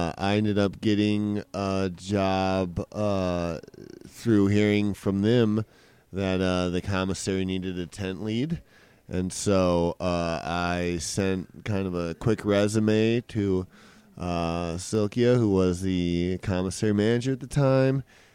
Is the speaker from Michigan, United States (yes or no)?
yes; Michigan, United States; moved away; I first got here, I was living in Los Angeles. I'm really originally from Michigan, but I was living out there